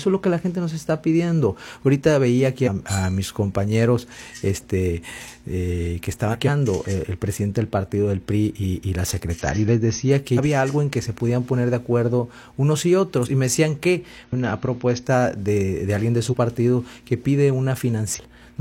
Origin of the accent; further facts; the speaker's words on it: Sinaloa, Mexico; al final somos sinaloenses y nos tenemos que poner